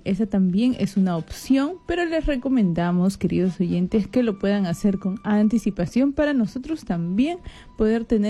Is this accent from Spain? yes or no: no; Peru